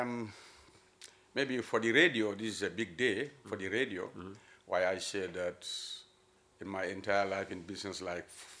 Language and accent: English; North Bank, Gambia; born and raised in Badibu.